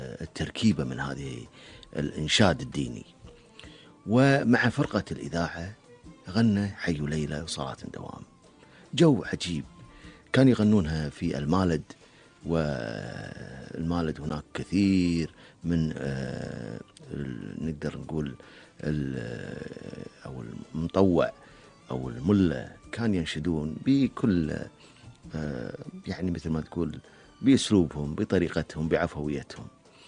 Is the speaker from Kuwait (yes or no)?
yes; Kuwait; ومن أشهر الفنانين عندنا في الكويت